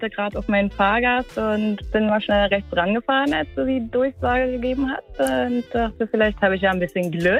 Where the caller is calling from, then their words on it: Berlin, Germany; Ich sitze gerade im Auto in Berlin.